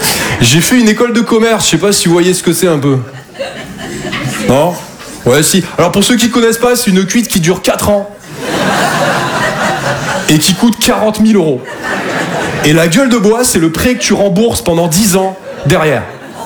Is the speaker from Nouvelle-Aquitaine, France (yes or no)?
no; Toulouse, Occitanie, France; je viens de Toulouse à la base.